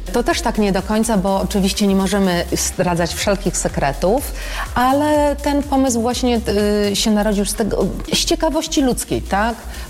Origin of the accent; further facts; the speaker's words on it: Białystok, Podlaskie Voivodeship, Poland; moved away as an adult; now in Olsztyn, Poland; Pochodzę z Białegostoku.